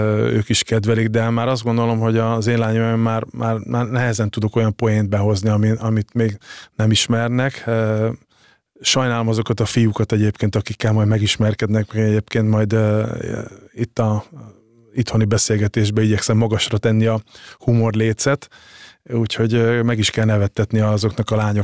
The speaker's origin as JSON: {"language": "Hungarian", "country": "Hungary", "also_born_or_lived": "Italy", "moved": "as an adult", "said": "nem csak én, hanem jó néhány magyar társam olasz állampolgárságot vett fel abban az időben, és játszottunk olaszként"}